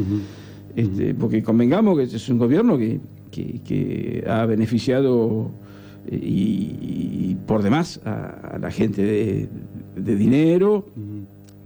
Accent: Ayacucho, Buenos Aires Province, Argentina; moved away; Yo adoro a mi pueblo, ¿no? Ayacucho.

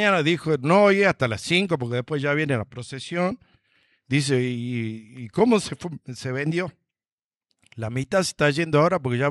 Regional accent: Jujuy, Argentina; bardeamos porque somos jujeños.

